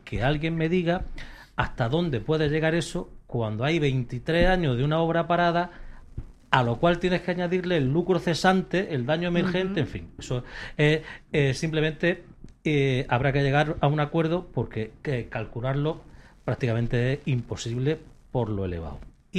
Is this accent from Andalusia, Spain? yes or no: yes; Andalusia, Spain